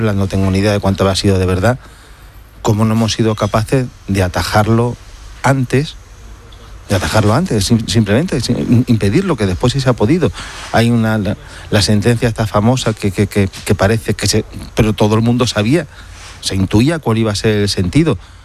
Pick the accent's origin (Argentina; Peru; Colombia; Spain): Spain; Ceuta; yo como soy de Ceuta y me siento muy de Ceuta